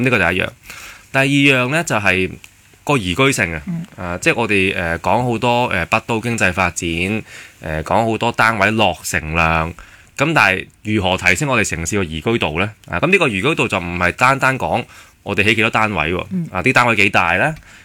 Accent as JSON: {"language": "Cantonese", "country": "Hong Kong", "said": "我哋香港人"}